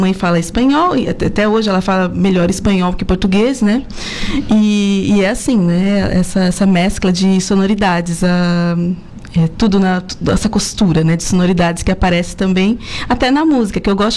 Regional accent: Brazil; Eu falo parcialmente guarani, porque eu já fui criada no Brasil e falo guarani só em casa com a minha mãe, né?

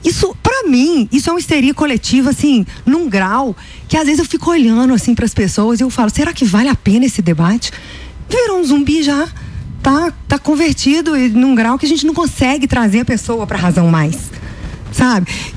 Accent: Belo Horizonte, Minas Gerais, Brazil; eu sou de BH, da capital.

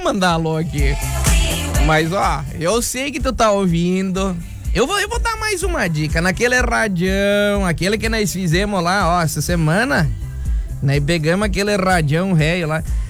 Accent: Nonoai, Rio Grande do Sul, Brazil; eu também sou gaúcho. Sou lá de Nonoia

